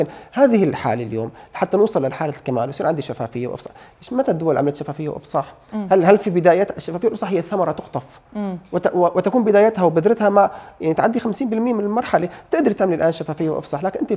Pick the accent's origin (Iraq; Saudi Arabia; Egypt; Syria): Syria; لو بدنا تمويل كسوريين كانت الحكومة أخذت من زمان من بعد التحرير كم شهر قروض.